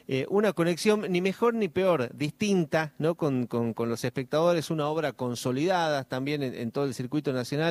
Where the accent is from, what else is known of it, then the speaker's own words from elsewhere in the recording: Jujuy, Argentina; como buen jujeño, ¿no? Como buena Argentina al interior.